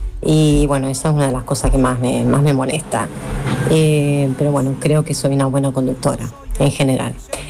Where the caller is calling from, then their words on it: Alhaurín, Andalusia, Spain; de Alaurín.